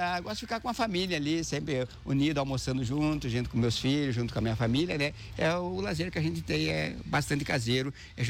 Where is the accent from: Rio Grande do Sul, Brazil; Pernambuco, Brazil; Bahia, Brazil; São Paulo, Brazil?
Rio Grande do Sul, Brazil; Soledade; Bom dia aos ouvintes da Cristal. Eu sou morador de Soledade, nasci aqui em Soledade, uma cidade muito maravilhosa de nós viver, uma cidade de gente preciosa